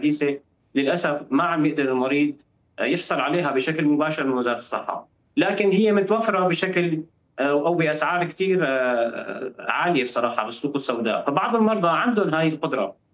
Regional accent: Syria; now in Damascus, Syria; عندنا بسوريا

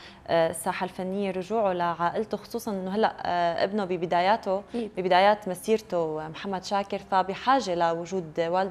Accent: Syria; يعني هي خطوة كتير مهمة بالنسبة لنا كسوريين، وأخيرا صوتنا بلش ينسمع

